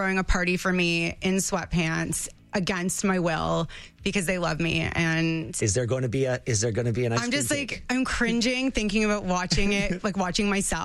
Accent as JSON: {"language": "English", "town": "Toronto", "region": "Ontario", "country": "Canada", "tie": "born or raised there", "said": "Growing up in Toronto, our weather is so extreme."}